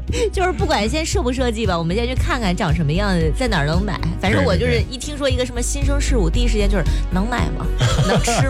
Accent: Henan, China; accent: Henan dialect; 就是咱们河南话嘎咕这个词儿大家懂吧，

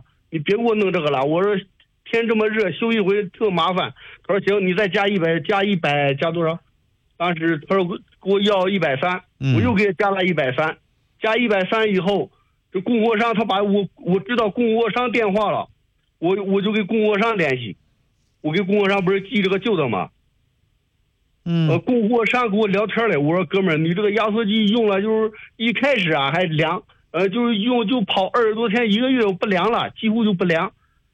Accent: Handan, Hebei, China; moved away; 我是外地的，我老家是邯郸的，我在那边工地上班嘞

